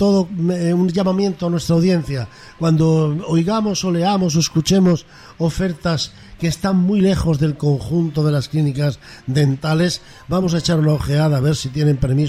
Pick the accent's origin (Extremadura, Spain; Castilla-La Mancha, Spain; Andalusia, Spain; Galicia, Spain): Extremadura, Spain; Villanueva de la Serena; Es que es mi pueblo natal